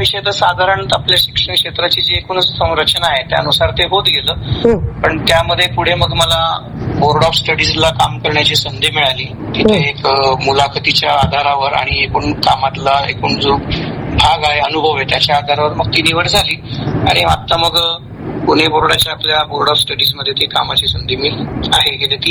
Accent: Nagardevla, Maharashtra, India; also born or lived in Bhadgaon / Chalisgaon / Dhule; माझं बालपण आपल्या जळगाव जिल्ह्यातल्या पाचोरा तालुक्यामध्ये नगरदेवळा म्हणून एक छोटस गाव आहे, त्या गावात गेलं. माझं प्राथमिक आणि माध्यमिक शिक्षणही बरस तिथेच पार पडलं. त्यानंतर शेजारचाच तालुका भडगाव इथे माझं 8वी नंतरच माध्यमिक शिक्षण आणि उच्च माध्यमिक शिक्षण तिथेच पूर्ण केलं

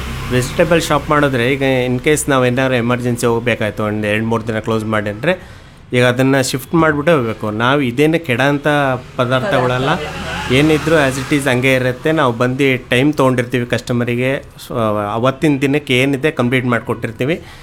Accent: Shivamogga, Karnataka, India; ನಾನು ಶಿವಮೊಗ್ಗದಲ್ಲಿ ಬೇಸಿಕಲಿ ಶಿವಮೊಗ್ಗದಲ್ಲಿ ನಾನು ಪ್ರೈವೇಟ್ ಇನ್ಸ್ಟಿಟ್ಯೂಷನಲ್ಲಿ ವರ್ಕ್ ಮಾಡ್ತಾ ಇದ್ದೆ 15 ಇಯರ್ಸಿಂದ.

